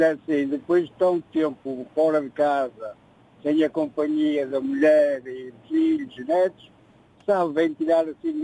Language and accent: Portuguese; Vila Nova de Gaia, Porto, Portugal; Eu sou de Vila Nova de Gaia, Porto.